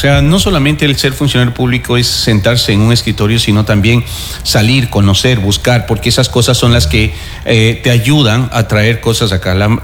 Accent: Santo Domingo, Santo Domingo de los Tsáchilas, Ecuador; porque soy de aquí de Santo Domingo.

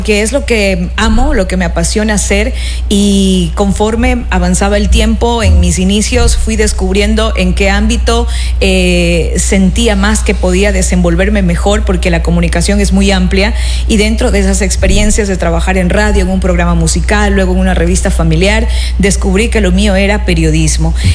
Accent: Santo Domingo, Santo Domingo de los Tsáchilas, Ecuador; vengo de una familia cuencana y lojana. Yo nací aquí en Santo Domingo.

